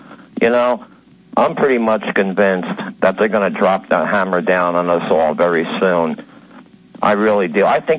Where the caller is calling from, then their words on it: West Virginia, United States; … in West Virginia.